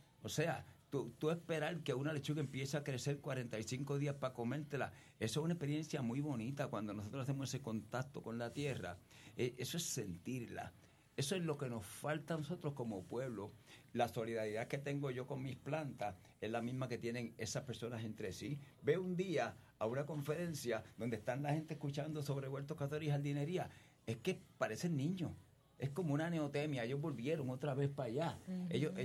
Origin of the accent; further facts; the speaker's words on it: Cataño, Puerto Rico; yo me crié en Vietnam, en el mangle. Mi casa estaba en unos socos sobre el mangle. Éramos un montón de hermanos.